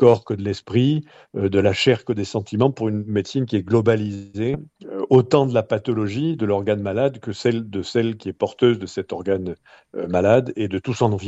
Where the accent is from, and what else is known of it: Marseille, Provence-Alpes-Côte d'Azur, France; born or raised there; now in Perpignan, France